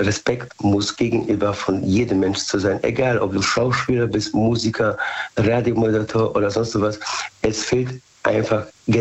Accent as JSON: {"language": "German", "town": "Bad Godesberg", "region": "North Rhine-Westphalia", "country": "Germany", "said": "Aus Bad Godesberg. Haben wir schon gesprochen."}